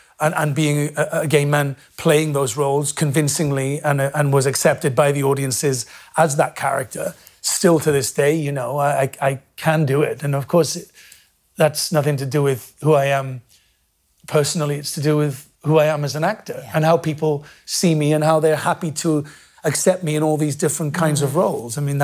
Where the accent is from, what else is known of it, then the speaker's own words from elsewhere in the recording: Wales, United Kingdom; accent: Welsh; part of my identity, I absolutely believe, is my accent, my Welsh accent. And I know it's not very, very strong, but I think you know I'm Welsh. You can hear it. And I love that, you know, and I'm proud of being Welsh.